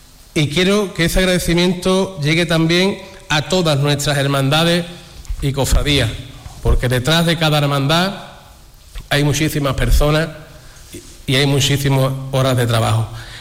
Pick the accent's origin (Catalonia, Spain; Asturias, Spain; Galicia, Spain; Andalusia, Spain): Andalusia, Spain; Arcos de la Frontera